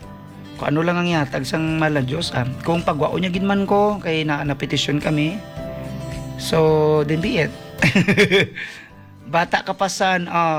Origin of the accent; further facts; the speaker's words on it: Pasay, Metro Manila, Philippines; also born or lived in Parañaque; kasi I was born in Parañaque, lumaki ako ng Pasay or Electrical Road. I'm a pure Tagalog.